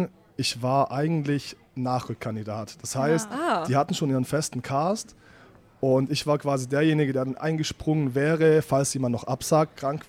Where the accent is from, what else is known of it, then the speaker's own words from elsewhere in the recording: Albstadt, Baden-Württemberg, Germany; moved away as an adult; now in Stuttgart, Germany; Bin ursprünglich aus Albstadt. Kennt ihr das? Das ist so ein Dorf.